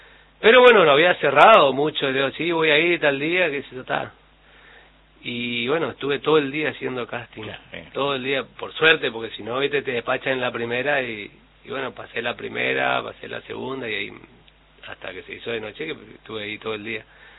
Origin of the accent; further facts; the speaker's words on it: Chaco, Argentina; No, por favor, yo vengo del Chaco.